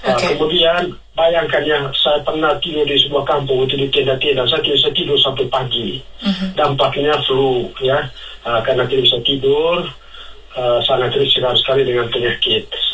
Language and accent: Indonesian; Manggarai, East Nusa Tenggara, Indonesia; now in Jakarta, Indonesia; saya kan orang Manggarai juga, tapi lama di Jakarta.